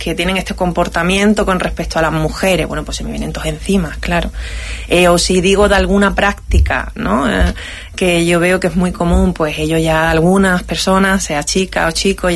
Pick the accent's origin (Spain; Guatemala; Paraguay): Spain; Ceuta; Sí, exactamente. Quería tener un... Mi apellido es muy común y quería tener algo que me atara a mi tierra, y oye, pues mira, Benzú.